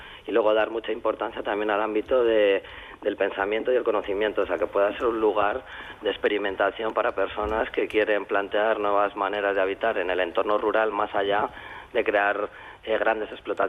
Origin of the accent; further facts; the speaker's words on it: Berlanga de Duero, Castile and León, Spain; de Berlanga del Duero con una densidad de población de 800 habitantes, pues sí que realicé la ESO en mi pueblo, luego tuve que ir a Burgo de Osma, un pueblo más grande.